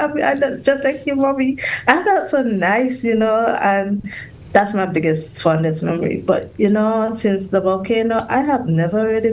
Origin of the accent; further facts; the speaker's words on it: Montserrat; moved away; be it that I come from Boston Village, meaning I come from the hill.